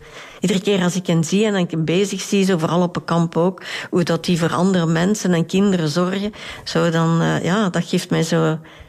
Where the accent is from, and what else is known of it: Tienen, Flemish Brabant, Belgium; born or raised there